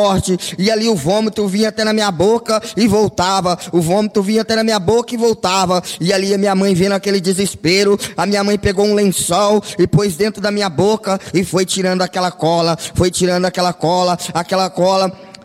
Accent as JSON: {"language": "Portuguese", "town": "Marília", "region": "São Paulo", "country": "Brazil", "said": "eu vim da cidade de Marília."}